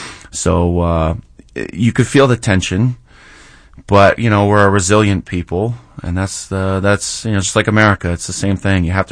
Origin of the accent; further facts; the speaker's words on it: Rochester, New York, United States; I have family in New York City and in Rochester, New York, where I grew up in Rochester.